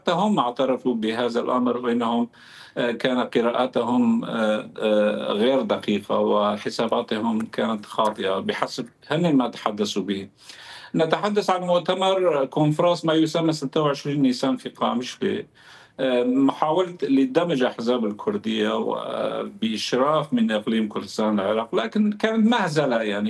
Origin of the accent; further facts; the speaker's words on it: Syria; أنا كمواطن كردي، كمواطن سوري ابن الثورة